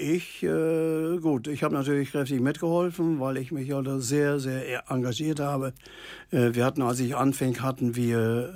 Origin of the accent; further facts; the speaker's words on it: Papenburg, Lower Saxony, Germany; born there; Ich bin ja so ein alter Emskop und gebürtiger Papenburger auch.